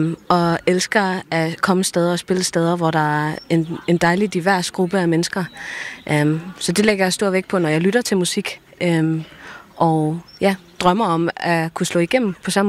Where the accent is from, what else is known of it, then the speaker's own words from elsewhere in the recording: Flensburg, Schleswig-Holstein, Germany; Altså, jeg bilder jo mig ind, at vi ikke har vundet karrierekanonen endnu, på grund af, at vi er fra Flensborg.